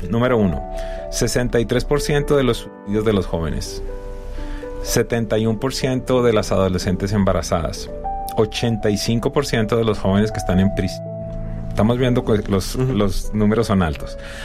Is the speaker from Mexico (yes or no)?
no; Colombia; moved away; Viajo a Colombia hace 2 semanas. Allí hago la referencia y me encuentro que mi país de origen